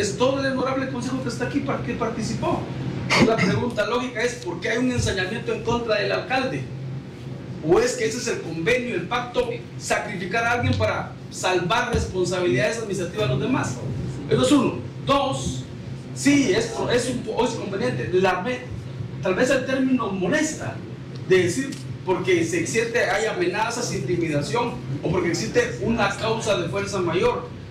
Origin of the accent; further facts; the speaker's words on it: Cobán, Alta Verapaz, Guatemala; yo entiendo un poco el Kepchí, relaciono un poco con el Sutukín porque soy de Cobán